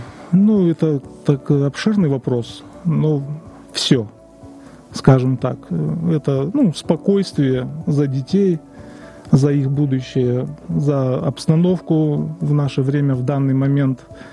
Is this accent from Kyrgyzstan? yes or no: yes; Kyrgyzstan; now in Yakutia, Russia; Ну, я приехал из Кыргызстана. Из солнечной Киргизии, так сказать.